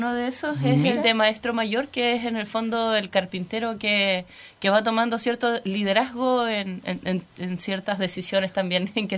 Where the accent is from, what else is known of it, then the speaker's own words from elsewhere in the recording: Dalcahue, Los Lagos, Chile; also born or lived in Santiago; soy chilota, soy de Dalcahue, me he crecido entre el folclore, entre las artes y la cultura, todo lo que es el patrimonio.